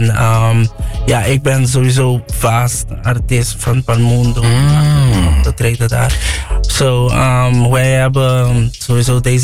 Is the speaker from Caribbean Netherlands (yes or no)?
yes; Bonaire, Caribbean Netherlands; ik ben van Bonaire, maar ik represent alle drie.